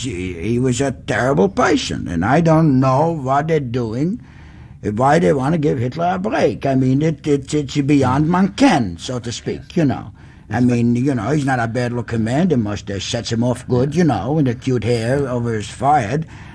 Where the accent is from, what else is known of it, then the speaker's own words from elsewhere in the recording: Schenectady, New York, United States; also born or lived in Russia; I am from Schenectady, New York.